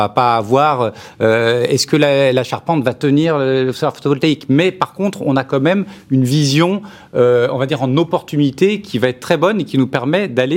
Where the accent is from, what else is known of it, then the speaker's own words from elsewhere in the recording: Chambéry, Auvergne-Rhône-Alpes, France; Moi, je viens de Chambéry, il y a pas mal d'endroits qui sont quand même ombrés par les montagnes